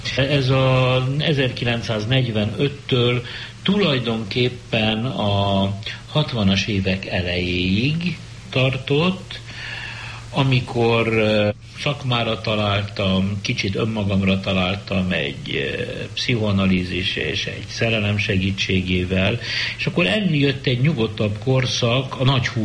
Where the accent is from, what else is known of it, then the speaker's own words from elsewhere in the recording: Budapest, Hungary; én lipotvárosi, polgári, jól nevelt, vallásos zsidó kisfiú vagyok. 1933-tól, amikor születtem